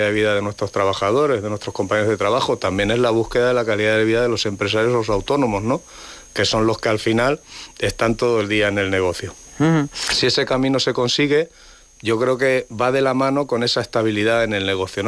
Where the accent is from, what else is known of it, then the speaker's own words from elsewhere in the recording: Castilla-La Mancha, Spain; como los manchegos nos pensamos